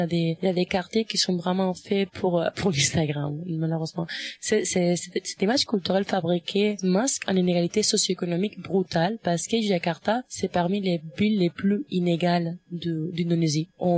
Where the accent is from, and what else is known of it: Spain; French is a second language